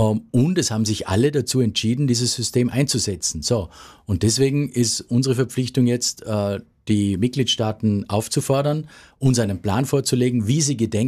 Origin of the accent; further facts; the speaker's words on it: Vorarlberg, Austria; ich bin an der Schengen-Außengrenze eigentlich aufgewachsen, an der Grenze zur Schweiz, und habe mitbekommen, wie mühsam das sowohl für die Schweizer im Raum St. Gallen war, aber auch für uns Österreicher in die Schweiz zu gelangen